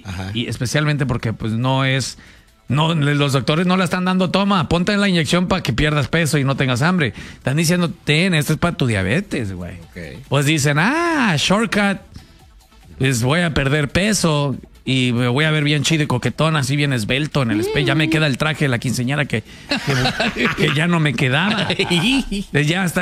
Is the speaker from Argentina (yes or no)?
no; Mexico; Pero como buenos mexicanos, yo no sé si buenos mexicanos o es parte de la cultura latina que decimos